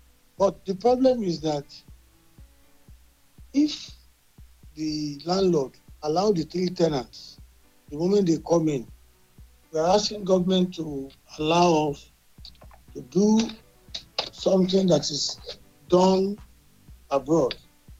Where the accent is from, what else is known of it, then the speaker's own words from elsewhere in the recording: Abeokuta, Ogun, Nigeria; I am from Abeokuta.